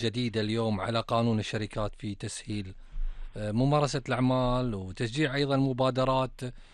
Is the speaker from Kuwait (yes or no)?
yes; Kuwait; عندنا في الكويت